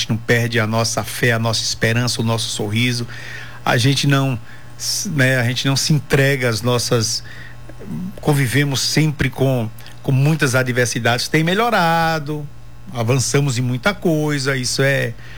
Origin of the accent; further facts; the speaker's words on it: Bahia, Brazil; e nós, baianos